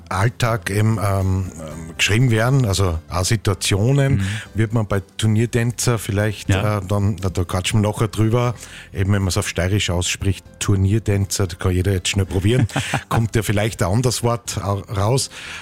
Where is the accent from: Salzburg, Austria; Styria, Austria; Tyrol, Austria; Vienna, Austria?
Styria, Austria; Bad Mitterndorf; accent: Seer dialect; ich komme aus Bad Mitterndorf, also das ist ja wieder eine ganz andere Welt, aus See, Bad Mitterndorf, da sind schon wirklich Wörter auch dabei, die wir jetzt nicht mehr so leicht verstehen